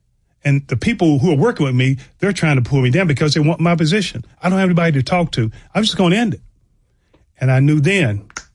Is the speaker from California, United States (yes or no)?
no; Knoxville, Tennessee, United States; I was raised in Knoxville, Tennessee.